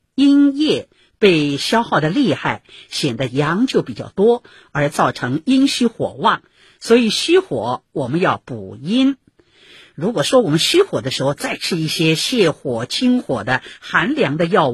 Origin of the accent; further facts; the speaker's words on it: Shanghai, China; 我们上海人常说火气大啊